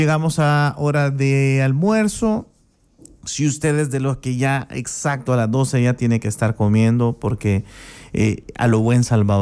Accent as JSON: {"language": "Spanish", "town": "Zaragoza", "country": "Mexico", "said": "su servidor … soy de Rancho en Zaragoza"}